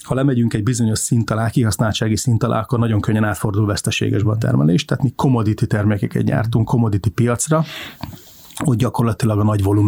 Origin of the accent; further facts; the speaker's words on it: Székesfehérvár, Fejér, Hungary; Székesfehérváron nőttem föl, egy gimnáziumba jártam